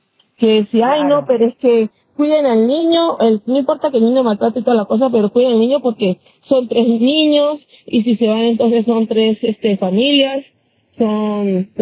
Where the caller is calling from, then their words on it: Utah, United States; Estoy en el estado de Utah.